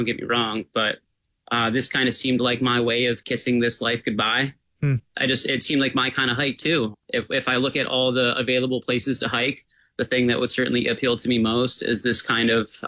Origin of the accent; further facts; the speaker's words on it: Alaska, United States; To give some context, I was born in Alaska. I'm from Alaska, but my family moved around a lot.